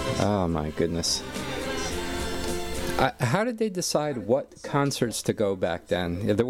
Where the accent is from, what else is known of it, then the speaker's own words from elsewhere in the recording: Allentown, Pennsylvania, United States; Allentown, my hometown